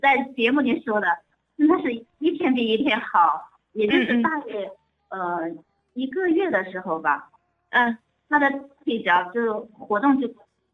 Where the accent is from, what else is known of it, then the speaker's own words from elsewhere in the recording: Changzhou, Jiangsu, China; 我家是常州的。